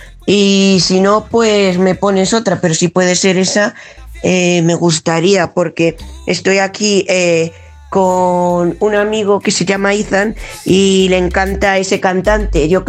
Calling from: Madrid, Community of Madrid, Spain; de Madrid.

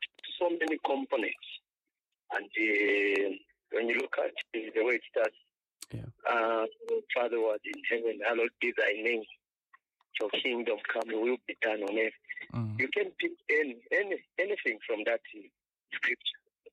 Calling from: Lusaka, Lusaka Province, Zambia; I'm calling from Lusaka.

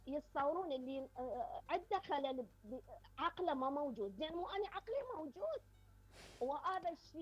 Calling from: Iraq

